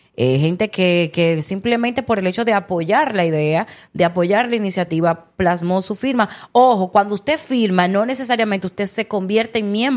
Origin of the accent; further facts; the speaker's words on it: Santiago de los Caballeros, Santiago, Dominican Republic; now in Santo Domingo, Dominican Republic; como buena santiaguera, cibaeña y mujer trabajadora